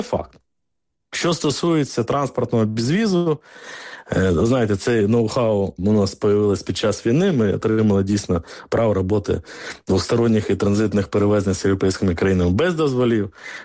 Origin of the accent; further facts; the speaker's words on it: Kherson, Kherson Oblast, Ukraine; ніхто не застрахований сьогодні ні в Мукачево, ні в моєму рідному Херсоні, ні в Харкові, ні в Сумах, ні в Києві